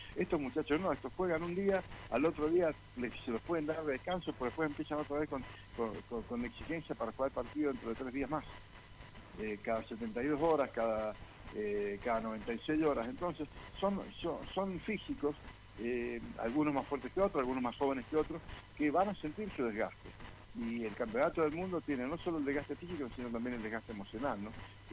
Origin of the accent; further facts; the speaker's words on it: Argentina; Aquí en Argentina